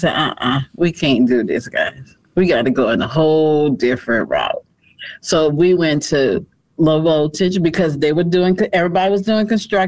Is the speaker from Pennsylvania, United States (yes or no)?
no; New Orleans, Louisiana, United States; moved away; I'm originally from New Orleans.